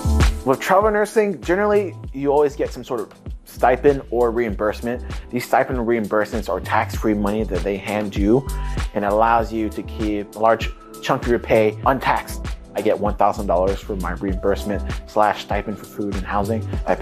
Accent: Fresno, California, United States; I grew up in Fresno, California, the Central Valley. My parents arrived in the late 1980s. We're immigrants from Vietnam.

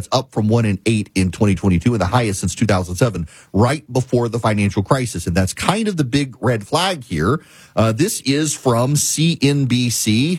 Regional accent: United States; I am not Turkian, I am American, and it is Turkey.

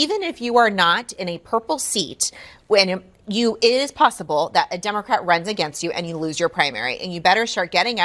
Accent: Texas, United States; what happens in New York is not the same thing that's going to happen in my home state of Texas, where it is much more moderate.

